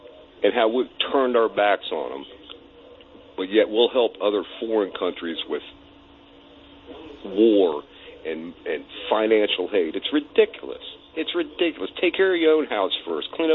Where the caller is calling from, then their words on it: Yuma, Arizona, United States; the reason I'm calling in here from Yuma